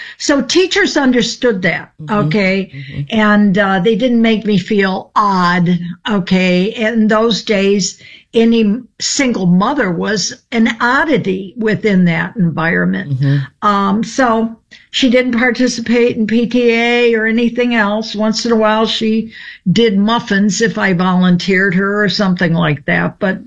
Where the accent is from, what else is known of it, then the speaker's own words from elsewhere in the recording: Lakewood, United States; Lakewood, at the time, I called it a homogenous zone